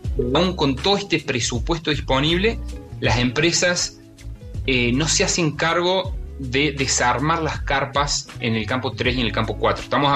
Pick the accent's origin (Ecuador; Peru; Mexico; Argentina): Argentina; Y tuve la suerte de ser argentino y de poder quedarme dos noches en el campo base